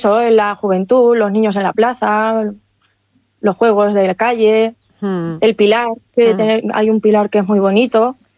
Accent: Puertollano, Castilla-La Mancha, Spain; Yo soy de Puerto Llano, pero mis padres tienen un campo a un kilómetro y poquito de aquí del pueblo.

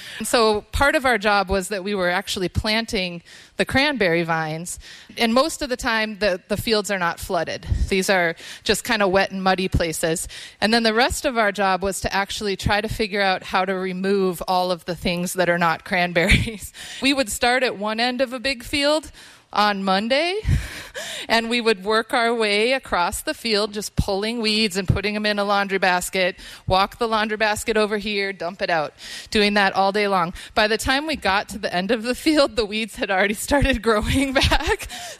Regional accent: Palisade, Minnesota, United States; So I grew up in Aiken County. My mom grew up in Aiken County. My grandma grew up in Aiken County.

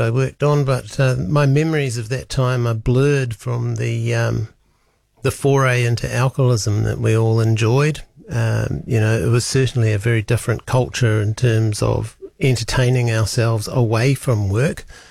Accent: Wellington, New Zealand; I was born in Wellington a long time ago, 1969. Showing my age there, or literally giving it away. And that's where I grew up.

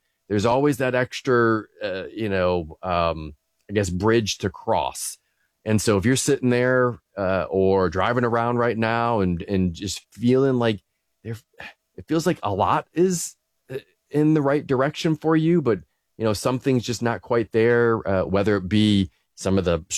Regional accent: Ohio, United States; born there; we are here in Ohio, actually thinking of the team, all born and raised in Ohio.

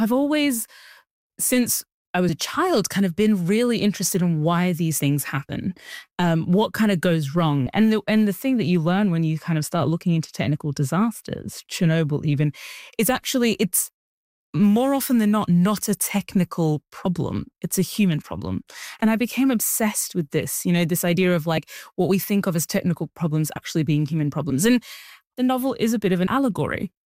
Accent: Australia; also born or lived in Sudan; I was born in Sudan. I was raised in Australia.

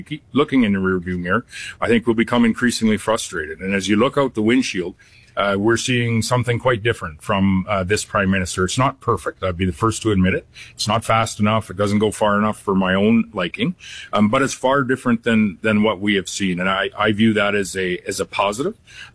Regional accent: Canada; But I am a Canadian, and I am a leader of a province that's adjacent

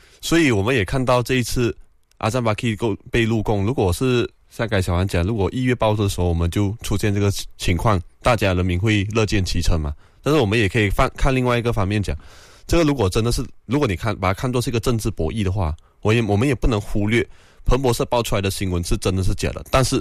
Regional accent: Malaysia; 作为马来西亚人

